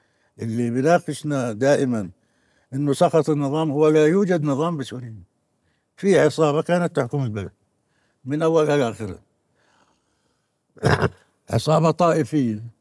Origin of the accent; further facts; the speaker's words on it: Jerusalem, Palestine; يا اخي القدس مدينتي